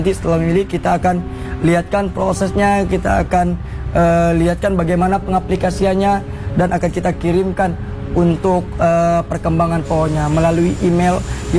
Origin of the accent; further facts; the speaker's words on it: West Kalimantan, Indonesia; desa kami yang dulunya tidak banyak dikenal orang, desa kami yang dulunya pemuda ditanya tinggal di mana, tidak ada yang mau berkata tinggal di Sungai Kupah